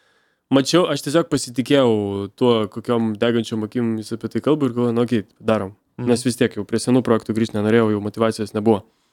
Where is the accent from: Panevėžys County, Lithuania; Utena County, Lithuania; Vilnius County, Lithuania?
Utena County, Lithuania; Visaginas; Taip, aš iš Visagino ir aš esu dvikalbis, aš neturiu pagrindinės kalbos. Aš moku šnekėti rusiškai.